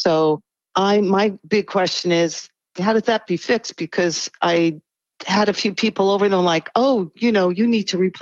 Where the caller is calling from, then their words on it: Del Mar, California, United States; from California in the Del Mar area in San Diego.